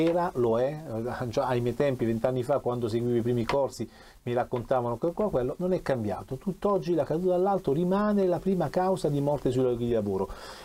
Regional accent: Taranto, Apulia, Italy; perché anche io ho detto … ma non vengo da Assisi, anche io sono di Taranto

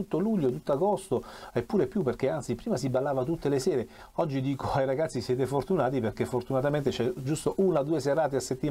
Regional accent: Taranto, Apulia, Italy

